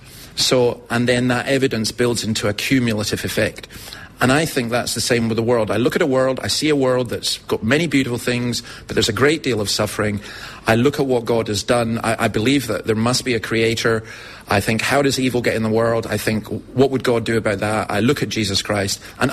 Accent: Scotland, United Kingdom; I'm a Scottish Calvinist

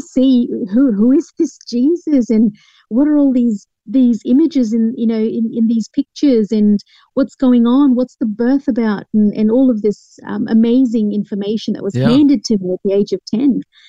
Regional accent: England, United Kingdom; born there; and then moved across to England, where my father pursued law, and that's where I was born.

